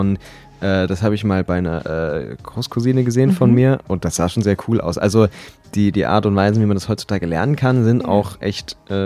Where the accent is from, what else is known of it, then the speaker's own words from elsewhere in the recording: Gotha, Thuringia, Germany; Und was auch nicht zu unterschätzen ist, ist Gotha, Herzogliche Museum in Gotha.